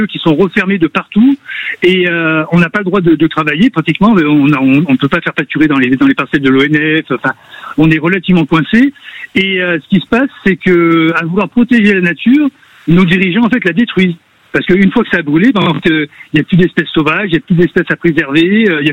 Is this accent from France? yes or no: yes; Auvergne-Rhône-Alpes, France; Enfin, je suis de la Drôme initialement, donc je suis de côté de Die, donc je connais aussi la Drôme.